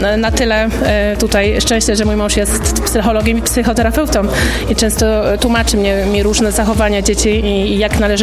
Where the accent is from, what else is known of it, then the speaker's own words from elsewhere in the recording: Piotrków Trybunalski, Łódź Voivodeship, Poland; jestem mamą zastępczą w rodzinie niezastępczej i pochodzę z Piotrkowa Trybunalskiego.